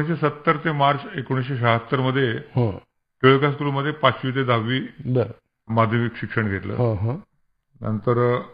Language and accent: Marathi; Karad, Maharashtra, India; माझं बालपण कराडच्या चारशेदास समोर पेठेतील पुसाळकरवाड्यामध्ये गेलं.